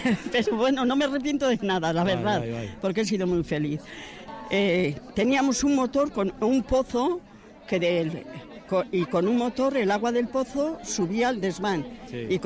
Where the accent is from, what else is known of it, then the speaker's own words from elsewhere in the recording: Arrasate, Basque Country, Spain; moved away as an adult; soy de Arrasate.